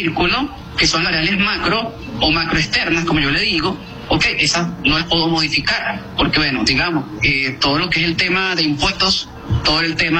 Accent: Venezuela; Nosotros, como venezolanos, a pesar de que, y lo tengo que decir, y voy a buscar una palabra que sea acorde aquí a esta llamada, pero digamos, el venezolano tiene una característica muy importante: es echado para adelante.

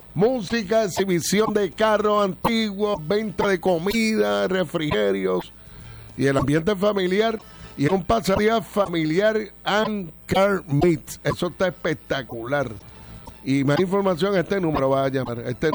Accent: Añasco, Puerto Rico; allí en la entrada de mi pueblo, en Añasco.

